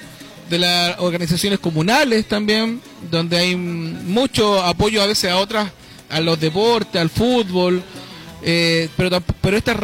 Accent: La Ligua, Valparaíso, Chile; moved away as an adult; now in Viña del Mar, Chile; pertenezco a la hermosa, la voy a nombrar porque es muy linda mi ciudad, vengo de la comuna de La Ligua, ya hace varios años ya me radiqué en la ciudad Jardín, por sí, temas laborales

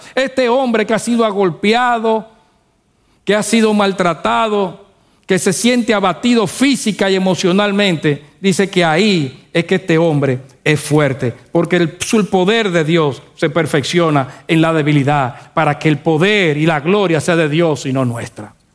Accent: Dominican Republic; Somos dominicanos.

